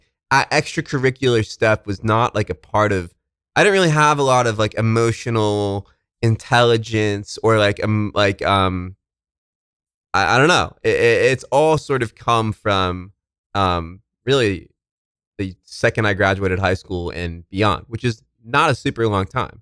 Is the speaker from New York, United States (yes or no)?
yes; Buffalo, New York, United States; now in New York City, United States; her dad was from Buffalo and I'm from Buffalo.